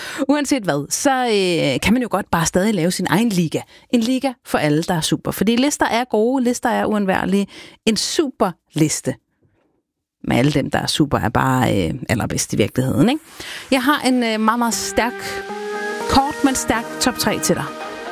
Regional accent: Capital Region of Denmark, Denmark; Det er i hvert fald også en meget stor tradition i nogle af byerne på Bornholm, hvor jeg er vokset op.

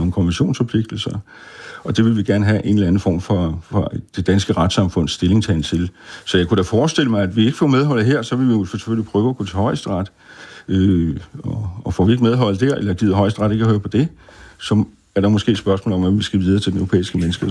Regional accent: Greenland; now in Denmark

